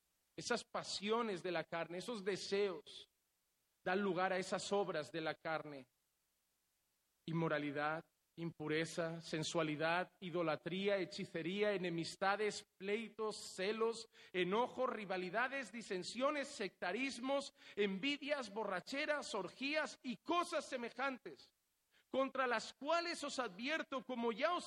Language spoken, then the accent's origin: Spanish; Barcelona, Catalonia, Spain; Yo vengo de Barcelona.